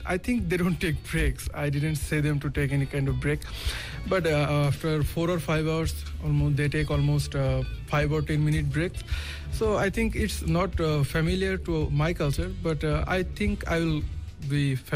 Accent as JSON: {"language": "English", "country": "Bangladesh", "second_language": "English", "moved": "as an adult", "lives_now": "South Korea", "said": "I'm from Bangladesh. I came to Korea for higher studies."}